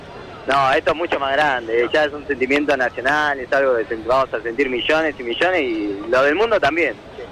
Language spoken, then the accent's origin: Spanish; Merlo, Buenos Aires Province, Argentina; No, soy de Merlo.